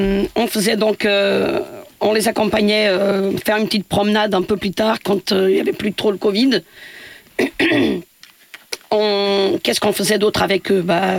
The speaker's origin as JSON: {"language": "French", "country": "Portugal", "said": "puisque moi je suis originaire donc du Portugal. Je viens d'un petit vi"}